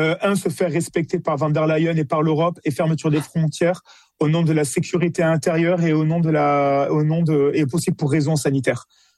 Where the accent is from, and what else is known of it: France